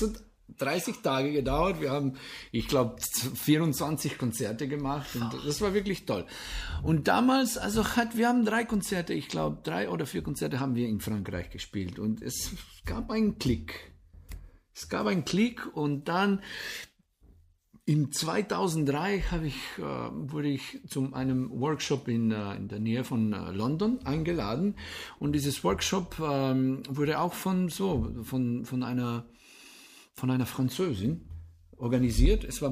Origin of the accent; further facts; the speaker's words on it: Radlje ob Dravi, Carinthia, Slovenia; also born or lived in Paris, France; Ja, also ich habe in, ja, ich komme aus Radli, dann habe ich meine Mittelmusikschule